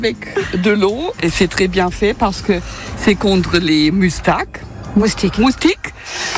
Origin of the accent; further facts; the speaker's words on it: Germany; French is a second language; Oui, je suis allemande, nous sommes allemands.